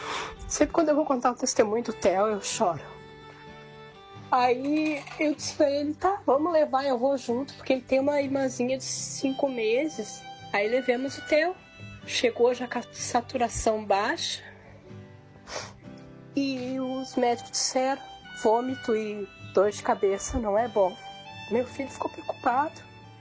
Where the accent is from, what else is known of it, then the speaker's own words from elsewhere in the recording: Alvorada, Rio Grande do Sul, Brazil; sou de Alvorada, Rio Grande do Sul.